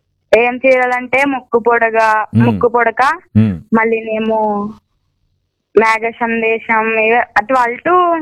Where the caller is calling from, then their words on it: Bhimavaram, Andhra Pradesh, India; మాది భీమవరం అండి